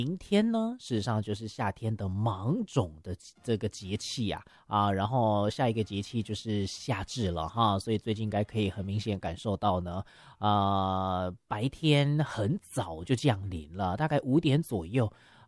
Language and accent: Chinese; northern Taiwan, Taiwan; 像我是北部人嘛哈，